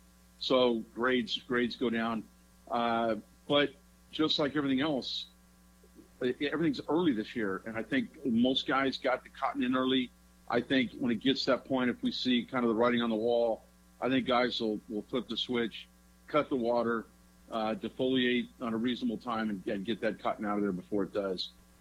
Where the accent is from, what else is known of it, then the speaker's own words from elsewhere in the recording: Los Angeles, California, United States; born there; I was actually born in Los Angeles.